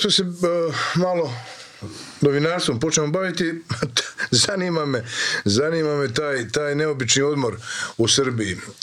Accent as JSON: {"language": "Croatian", "region": "Hrvatsko Zagorje", "country": "Croatia", "said": "Zagrebčanka, da, ja sam iz Zagorje"}